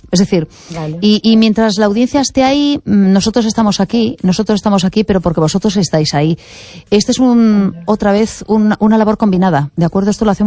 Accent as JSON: {"language": "Spanish", "town": "A Coruña", "region": "Galicia", "country": "Spain", "tie": "born or raised there", "moved": "yes", "said": "Desde La Coruña. Pues hoy, sí. Hoy me siento, bueno, yo soy coruñesa de origen. Hoy me siento especialmente coruñesa. Estoy haciendo el programa desde aquí"}